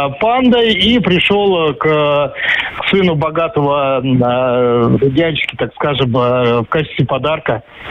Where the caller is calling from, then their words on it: Bor, Nizhny Novgorod Oblast, Russia; Город Бор, Нижегородская область.